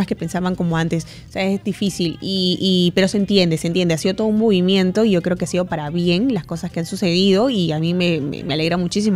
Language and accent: Spanish; Callao, Peru; Sí, es que yo soy del Callao. Ya. O sea, yo vengo del Callao